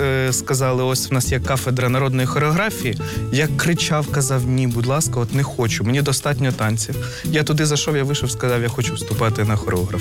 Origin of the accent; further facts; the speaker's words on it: Zhytomyr, Zhytomyr Oblast, Ukraine; moved away as an adult; now in Kyiv, Ukraine; З Житомира.